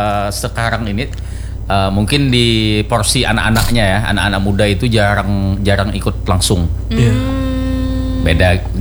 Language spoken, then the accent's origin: Indonesian; South Kalimantan, Indonesia; Iya, di kita Kalimantan kan kita Kalimantan Banjar ni memang akulturasi dari orang Dayak juga.